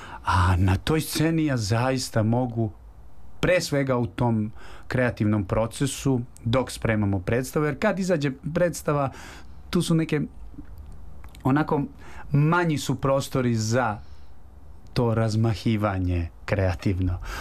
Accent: Užice, Šumadija and Western Serbia, Serbia; za grad Užice, kojega je nažalost, odakle sam ja

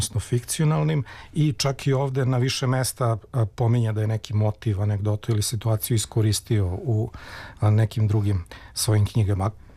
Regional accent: Southern and Eastern Serbia, Serbia; Reći zašto ima veze sa krajem odakle sam ja, odnosno jugoistočnom sada Srbijom.

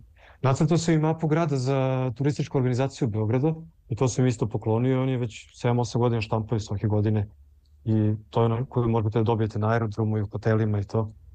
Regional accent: Paris, Île-de-France, France; odrastao sam u Parizu gdje je sistem fantastičan.

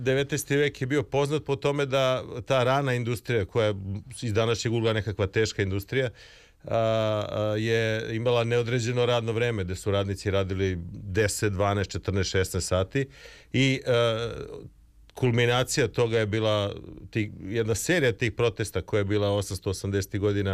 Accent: Belgrade, Serbia; Ja sam odrastao na Dušanovcu

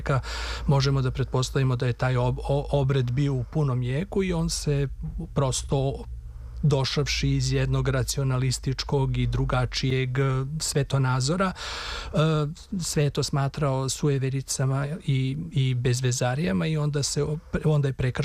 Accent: Serbia; ajde, ja sam Srbin, pa Srbija mora da bude lepa, dobra.

